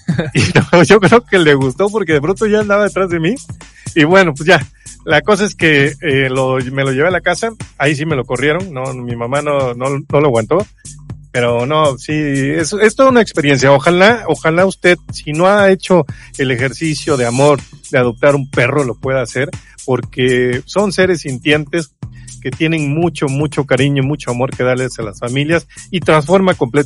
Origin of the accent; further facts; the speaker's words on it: Mexico; ya sabes cómo somos aquí los mexicanos.